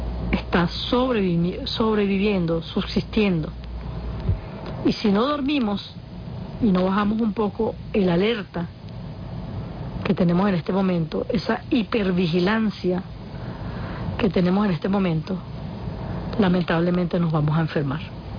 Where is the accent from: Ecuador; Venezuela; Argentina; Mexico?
Venezuela; Esos somos los venezolanos y debemos cultivar cada vez más eso.